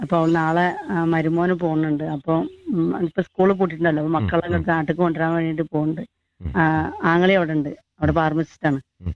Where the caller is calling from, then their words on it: Malappuram, Kerala, India; ഞാൻ മലപ്പുറത്തുനിന്നാണ്.